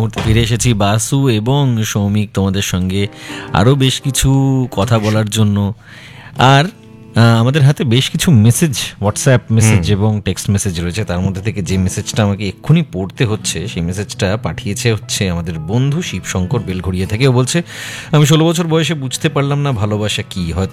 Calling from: Krishnanagar, West Bengal, India; আমি কৃষ্ণনগর নদী থেকে

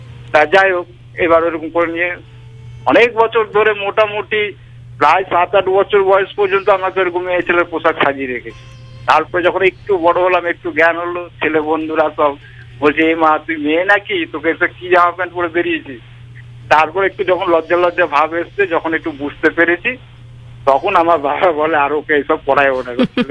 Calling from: Barajaguli, West Bengal, India; আমি হরিণঘাটার বড়জাগুলি জেলা নদিয়া থেকে

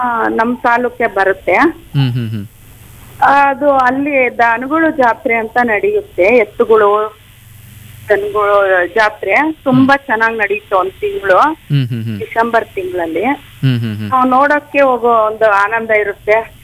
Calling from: Doddaballapura, Karnataka, India; ನಾವು ದೊಡ್ಡಬಳ್ಳಾಪುರದಿಂದ

